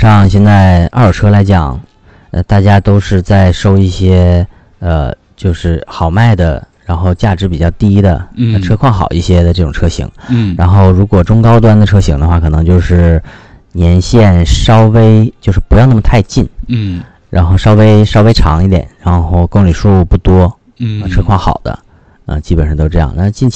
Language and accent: Chinese; Heilongjiang, China; born or raised there